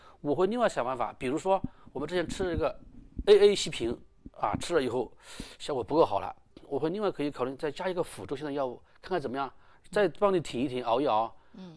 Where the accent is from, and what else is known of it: China